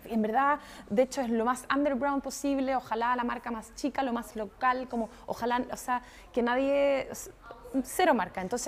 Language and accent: Spanish; Santiago, Santiago Metropolitan Region, Chile; la gran comparación que tengo es con Santiago de Chile, que es donde más voy, de donde vengo, cuando voy a ver a mi familia